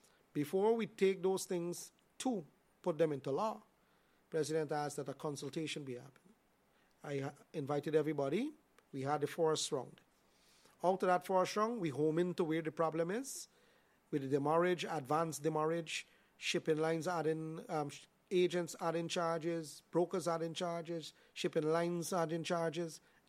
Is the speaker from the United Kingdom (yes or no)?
no; Vreed en Hoop, Essequibo Islands-West Demerara, Guyana; I born and raised in Vidinoop.